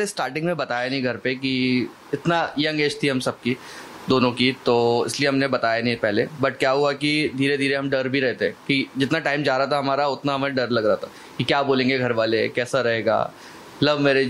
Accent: Guna, Madhya Pradesh, India; दोनों हम लोग एक चीज़ अच्छी है कि हम दोनों एमपी से हैं, ठीक है. तो एमपी से हैं, मैं गुना से हूँ

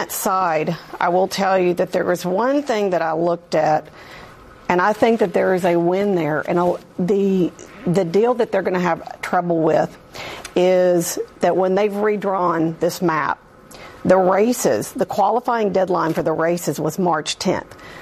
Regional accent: Arkansas, United States; I grew up in Arkansas, a couple of hours away from Memphis. I would go to Memphis all the time. I love the area.

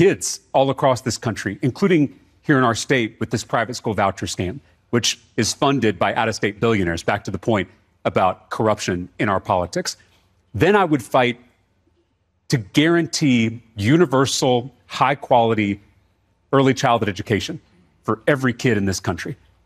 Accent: Round Rock, Texas, United States; when a seat in that very same legislature opened up in my hometown of Round Rock, Texas, I threw my hat in the ring

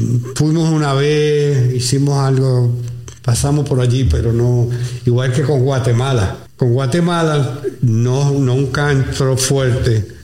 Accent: Panama; born there; Sí, porque nací en Panamá, porque mi papá estaba en el ejército de Estados Unidos, en la base del canal.

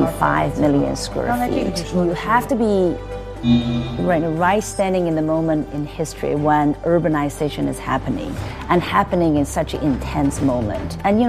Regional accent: Beijing, China; Growing up in Beijing, in this city, right, there was only one color, gray.

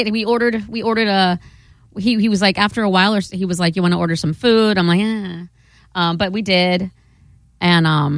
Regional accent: Florida, United States; I'm from Florida.

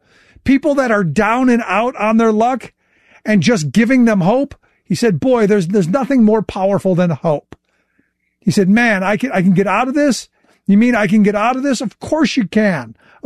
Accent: Cleveland, Ohio, United States; Now look, I grew up in Cleveland.

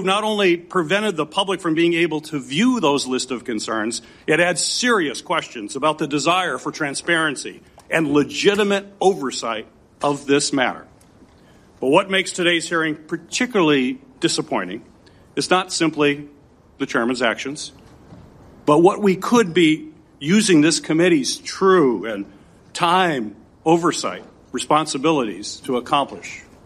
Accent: Michigan, United States; which has sickened thousands in my home state of Michigan

